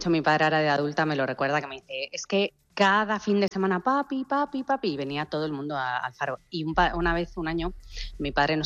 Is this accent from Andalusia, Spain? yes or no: no; Madrid, Community of Madrid, Spain; Sí, somos de Madrid. Yo vivo en Madrid, pero paso muchísimo tiempo entre Ibiza y Formentera.